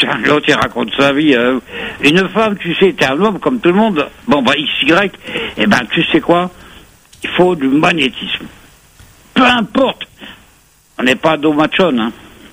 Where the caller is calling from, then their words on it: Corsica, France; moi je suis corse